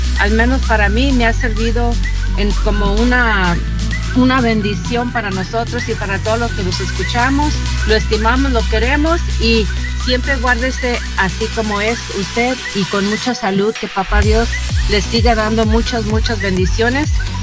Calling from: Oxnard, California, United States; Hola, mi genio Lucas, buenos días … aquí de Oxnard.

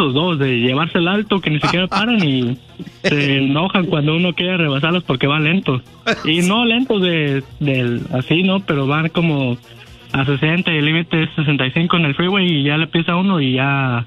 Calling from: Bakersfield, California, United States; ando llamando de Bakersfield, California.

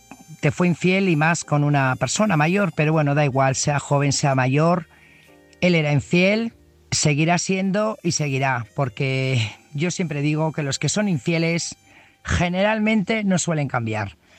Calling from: Burgos, Castile and León, Spain; corresponsal de Burgos.

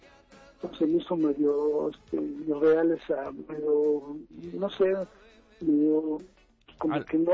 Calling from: Zumpango, State of Mexico, Mexico; En Zumpango, Estado de México.

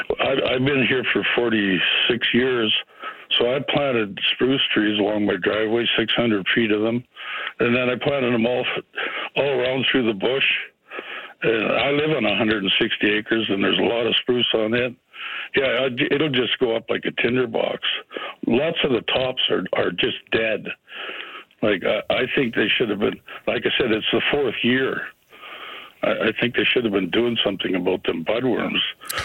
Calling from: Ontario, Canada; I'm in Nebing, South Gillis next.

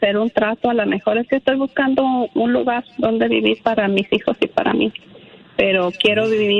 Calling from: San Jose, California, United States; quisiera saber si alguien de aquí de San José está vintiendo como una mobile home

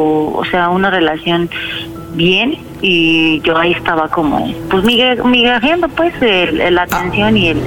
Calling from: Guerrero, Mexico; Tengo 37 años y hablo del estado de Guerrero.

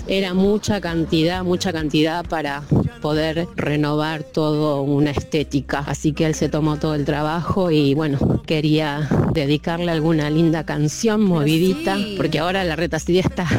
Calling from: Burzaco, Buenos Aires Province, Argentina; de Bursaco.

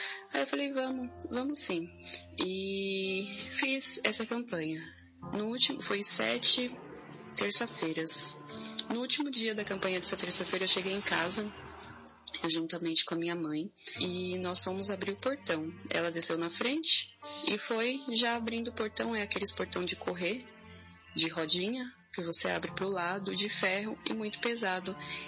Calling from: Guarulhos, São Paulo, Brazil; sou de Guarulhos.

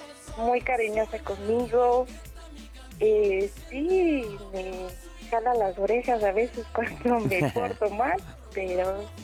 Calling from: Villa de Tezontepec, Hidalgo, Mexico; Del estado de Hidalgo.

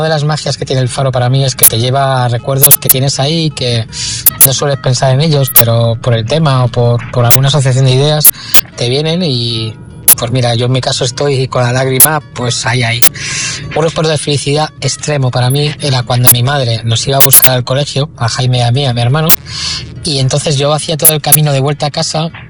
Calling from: Madrid, Community of Madrid, Spain; Hola, buenas. … de Madrid.

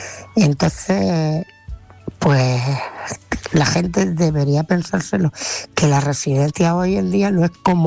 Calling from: Ciudad Real, Castilla-La Mancha, Spain; de Ciudad Real.

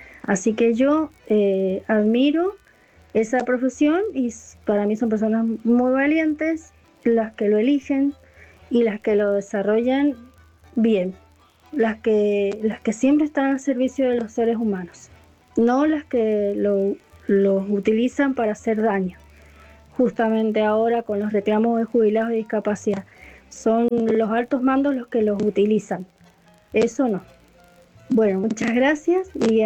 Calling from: Godoy Cruz, Mendoza, Argentina; de Godecruz, Mendoza.

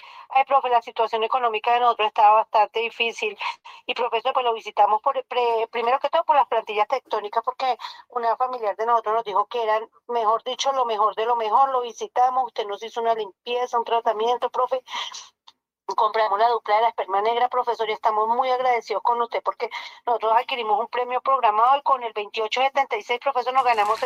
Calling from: Icononzo, Tolima, Colombia; De Iconoso, Tolima.

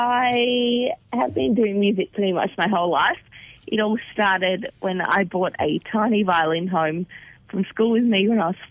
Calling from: Kawarabup, Western Australia, Australia; So it's a little town called Kawarabup, just near Margaret River in the southwest of WA.

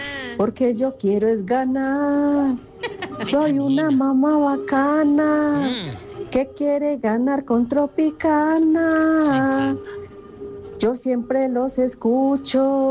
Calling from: Medellín, Antioquia, Colombia; de Belén Las Violetas

